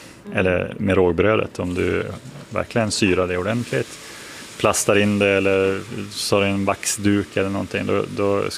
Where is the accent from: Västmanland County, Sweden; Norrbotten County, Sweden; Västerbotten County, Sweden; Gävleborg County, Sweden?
Västerbotten County, Sweden; Umeå; moved away; Jag kommer från Umeå uppe i norr.